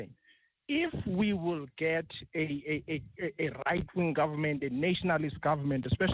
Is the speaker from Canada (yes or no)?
no; South Africa; as South African citizens, we are ready even for a competent black nationalist government